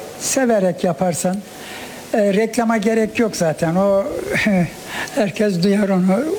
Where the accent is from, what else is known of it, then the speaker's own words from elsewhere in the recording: Antalya, Turkey; 1945 Antalya doğumluyum.